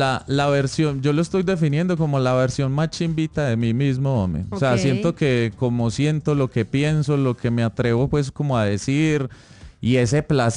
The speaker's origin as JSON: {"language": "Spanish", "town": "Itagüí", "region": "Antioquia", "country": "Colombia", "tie": "born there", "said": "yo nací en Itagüí"}